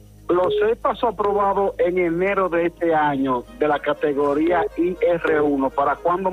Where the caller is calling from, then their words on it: Santiago de los Caballeros, Santiago, Dominican Republic; De Santiago, de los Caballeros.